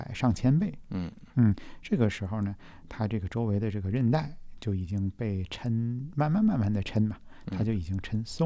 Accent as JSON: {"language": "Chinese", "country": "China", "said": "就是说我们亚洲人。或者说我们中国人他有坐月子这样的一个习惯"}